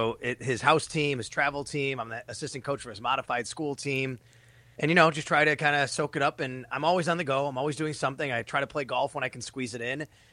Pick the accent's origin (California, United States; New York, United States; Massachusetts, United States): New York, United States; Cheektowaga; I grew up in Cheektowaga, so went to Cleveland Hill High School, proud Cleveland Hill alum.